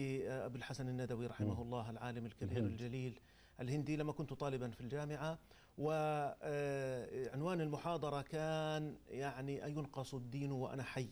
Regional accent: Jordan; نحن من الأردن من أفياء بيت المقدس وما حوله

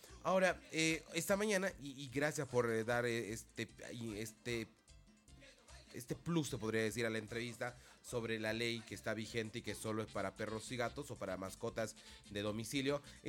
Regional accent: Bolivia

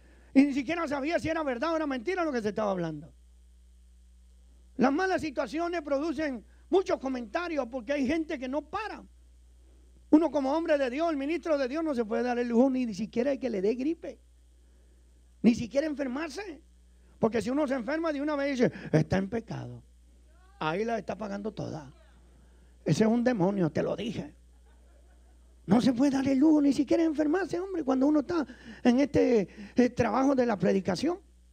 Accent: Venezuela; also born or lived in Italy; yo soy italiano, hermano. Está raro, pero es así, como le dije. Italiano, criado por allá por Venezuela. Tenemos como 56 años de edad

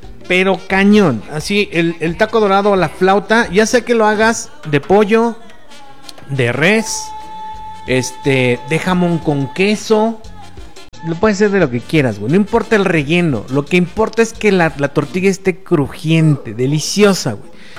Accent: Mexico; Así somos los mexicanos

